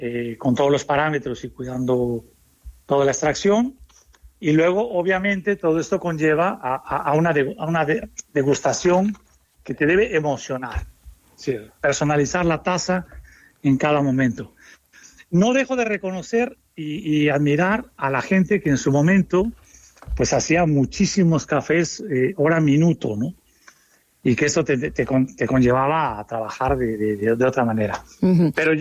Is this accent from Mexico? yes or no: yes; Mexico; moved away; en México, una vez en mi tierra